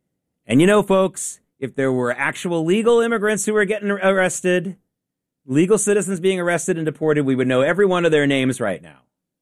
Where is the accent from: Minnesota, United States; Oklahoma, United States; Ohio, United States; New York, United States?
Oklahoma, United States; born there; moved away; I was born in Oklahoma, so I'm biased.